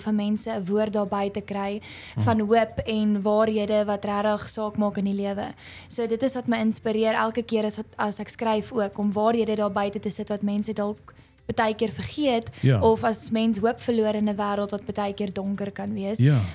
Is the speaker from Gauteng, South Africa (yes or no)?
yes; Alberton, Gauteng, South Africa; born there; moved away as an adult; now in Pretoria, South Africa; ek is in Alberton gebore en ons het in 2019 Pretoria toe getrek, maar ek is mal oor Pretoria. Pretoria is so mooi, maar ek is van Alberton af, ja.